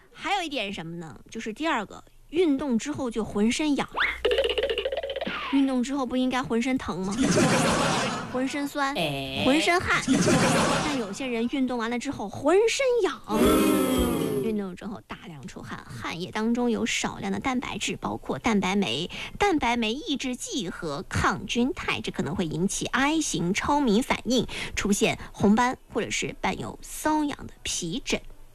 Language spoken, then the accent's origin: Chinese; Shandong, China; born there; 我一个山东人出生在羊角蜜也出生的地方